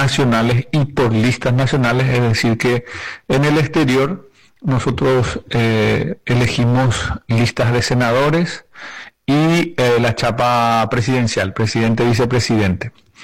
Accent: Paraguay; now in Alicante, Spain; como paraguayo en el exterior

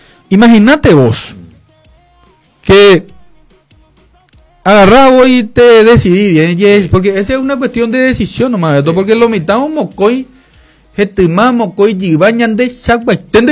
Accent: Paraguay

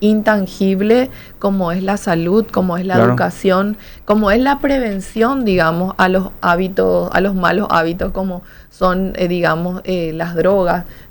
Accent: Paraguay; un crecimiento a nivel social para que realmente nosotros como paraguayos podamos estar en otro nivel.

